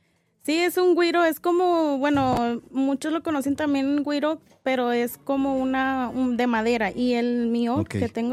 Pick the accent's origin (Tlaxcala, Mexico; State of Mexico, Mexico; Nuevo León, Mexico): Nuevo León, Mexico; Juárez; tengo 25 años, toco la guacharaca con el … vengo desde Juárez, Nuevo León.